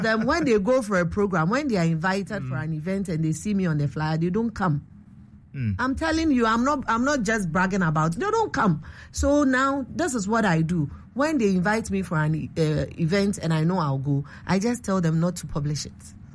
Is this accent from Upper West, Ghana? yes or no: no; Takoradi, Western Region, Ghana; though I am a Western region girl, I grew up in Takoradi, I know the region very well